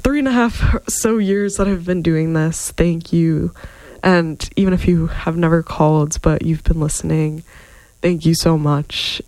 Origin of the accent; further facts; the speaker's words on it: Connecticut, United States; moved away; I'm from Connecticut, so hopefully I'll find my way back to Hartford someday